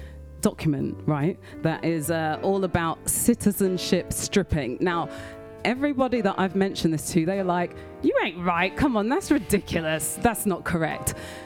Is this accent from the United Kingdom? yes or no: yes; United Kingdom; born and raised in Britain